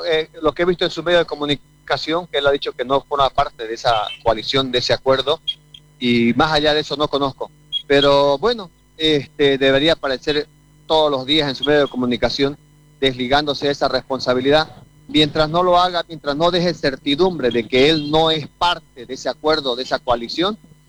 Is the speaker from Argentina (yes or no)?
no; Montero, Santa Cruz, Bolivia; Es lo peor que le ha pasado a mi pueblo donde nací, donde me formé, donde me crié y donde me malcrié.